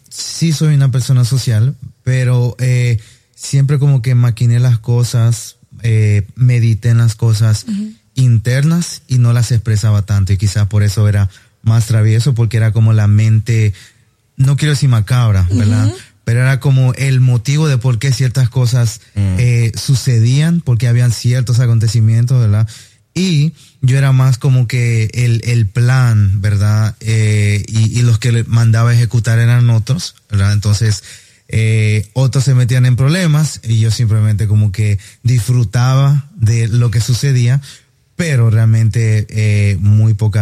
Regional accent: Acapulco, Guerrero, Mexico; moved away; yo soy de México, originario de Acapulco.

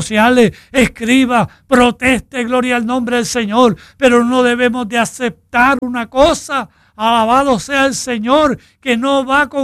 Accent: San Sebastián, Puerto Rico; also born or lived in Las Marías; Yo soy un jibarito de las Marías.

